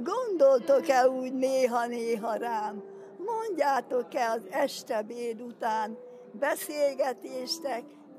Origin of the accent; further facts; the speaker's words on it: Miskolc, Borsod-Abaúj-Zemplén, Hungary; born there; 1941. január 10. A Vasgyárba születtem.